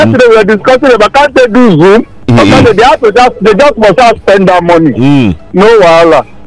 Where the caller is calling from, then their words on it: Magboro, Ogun, Nigeria; from Magboro.